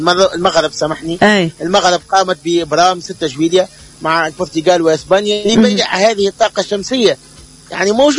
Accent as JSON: {"language": "Arabic", "country": "Tunisia", "moved": "yes", "said": "انا تونسي، انا عندي بطاقه تعريف التونسيه."}